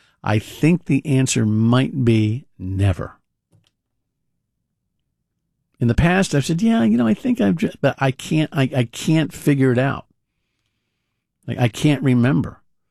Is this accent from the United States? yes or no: yes; Massachusetts, United States; born there; moved away as an adult; now in Cumberland, Rhode Island, United States; outside of Springfield. And you would see the PVTA, as they call it, the Pioneer Valley Transit Authority buses, in my hometown on a regular basis